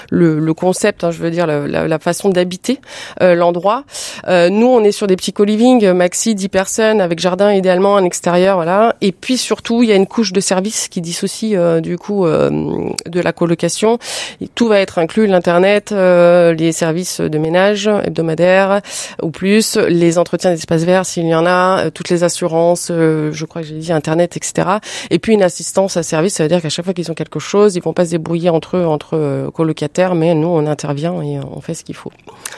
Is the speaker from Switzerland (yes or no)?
no; Lyon, Auvergne-Rhône-Alpes, France; Moi je suis lyonnaise, j'étais déjà sur Lyon